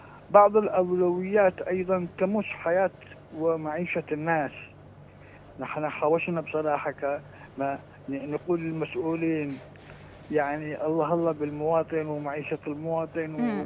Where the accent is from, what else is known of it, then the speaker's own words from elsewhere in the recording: Aden, Yemen; يعني أنا من عدن